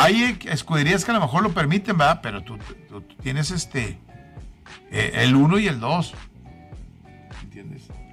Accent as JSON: {"language": "Spanish", "country": "Mexico", "said": "como mexicanos tenemos que disfrutarlo."}